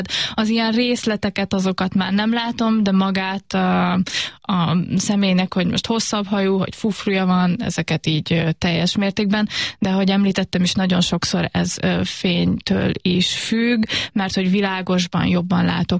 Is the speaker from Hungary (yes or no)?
yes; Paks, Tolna, Hungary; mi egy kisebb városban nőttünk fel, Pakson, folyamaton, és teljes mértékig integráltan.